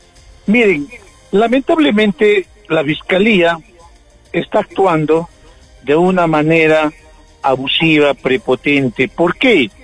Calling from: Peru

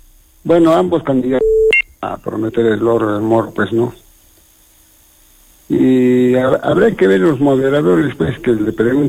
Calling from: Peru

